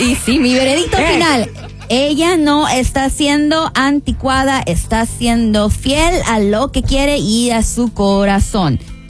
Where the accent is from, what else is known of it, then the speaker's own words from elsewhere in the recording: Laredo, Texas, United States; yo soy de Laredo, puro 956.